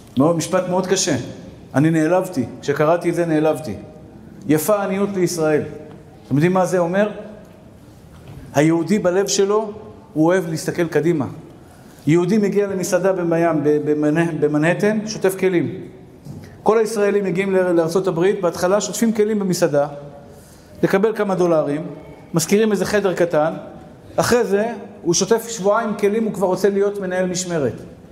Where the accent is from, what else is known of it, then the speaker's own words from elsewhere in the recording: Tel Aviv, Tel Aviv District, Israel; אני תמיד זוכר מאיפה באתי בשכונת התקווה, ילד עני. לא אשכח לעולם מאיפה באתי